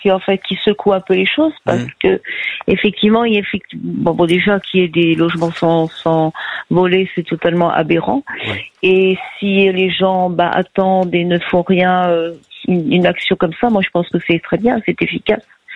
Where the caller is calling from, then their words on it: Grand Est, France; Je suis en Alsace.